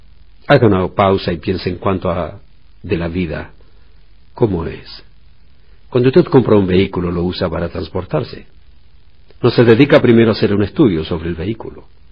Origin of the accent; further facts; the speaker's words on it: Punta Arenas, Magallanes and Chilean Antarctica, Chile; Puede ser mi ciudad natal, Punta Arenas.